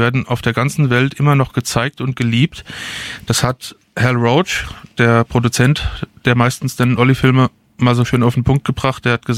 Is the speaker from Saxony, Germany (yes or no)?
no; Darmstadt, Hesse, Germany; ich bin hier in Darmstadt geboren und aufgewachsen.